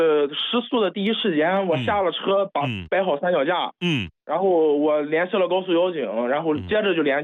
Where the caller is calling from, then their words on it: Jinan, Shandong, China; 我在省外回山东济南的时候，因为我家是济南的